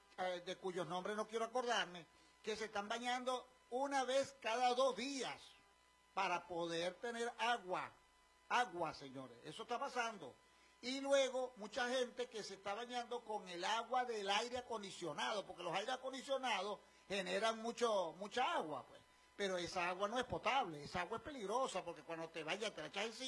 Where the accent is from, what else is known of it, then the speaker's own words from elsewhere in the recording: Venezuela; así somos los venezolanos, somos solidarios.